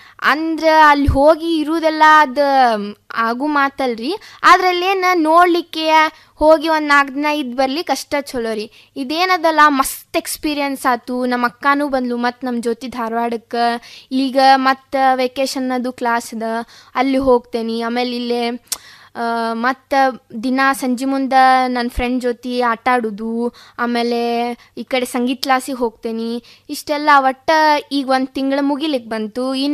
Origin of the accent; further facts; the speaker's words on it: Karnataka, India; ಕಡ್ಕೋಳ ಅಂದ್ರೆ ನಮ್ಮೂರ್ರಿ